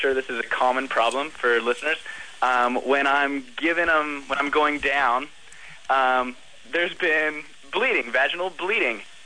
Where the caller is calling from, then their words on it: Davis, California, United States; I'm calling from Davis.